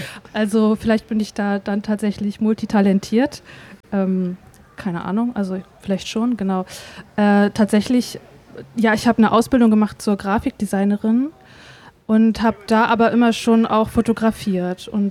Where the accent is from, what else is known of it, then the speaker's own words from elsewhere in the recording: Greifswald, Mecklenburg-Vorpommern, Germany; moved away as an adult; also born or lived in Berlin / Vienna / Leipzig; now in Rostock, Germany; Genau, ich komme gebürtig aus Greifswald in Vorpommern und bin so mit 19 nach Berlin gegangen und habe da erstmal mein Abitur nachgeholt.